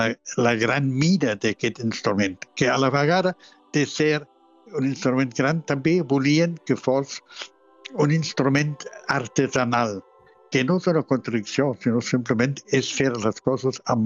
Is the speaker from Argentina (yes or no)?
no; Germany; Doncs nosaltres som aquí originals d'Alemanya amb la seva tradició, formats completament.